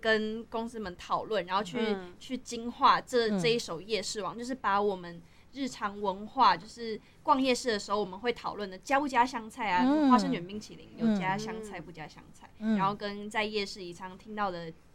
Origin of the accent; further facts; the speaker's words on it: South Korea; 但我是韩国人嘛？